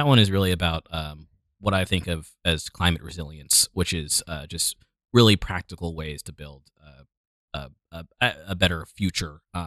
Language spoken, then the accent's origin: English; California, United States; born there; I was born in California.